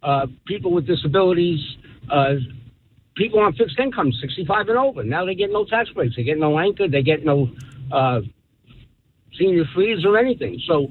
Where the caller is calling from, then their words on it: New Egypt, New Jersey, United States; I live in a 55 and over community in New Egypt called The Venue in Longview.